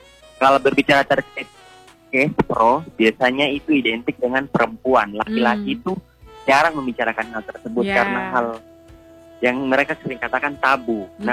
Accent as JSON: {"language": "Indonesian", "region": "South Papua", "country": "Indonesia"}